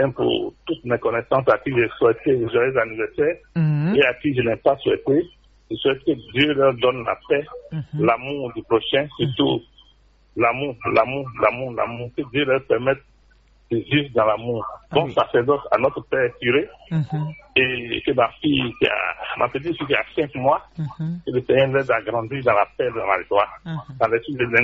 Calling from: Porto-Novo, Ouémé, Benin; Je suis de Porte Nouveau.

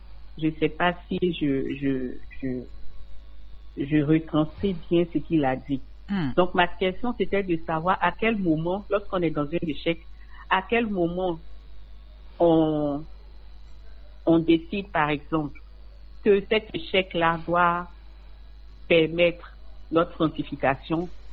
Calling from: Bingerville, Abidjan, Côte d’Ivoire; De Belgerville.

